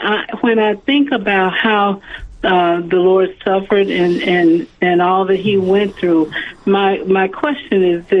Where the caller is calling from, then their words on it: Kansas City, Missouri, United States; I'm calling from Kansas City, and we listen to you on the radio.